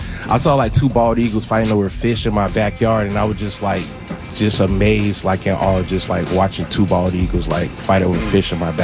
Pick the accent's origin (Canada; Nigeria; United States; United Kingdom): United States; Florida; now in Seattle, United States; I'm a Florida, like, I'm from Florida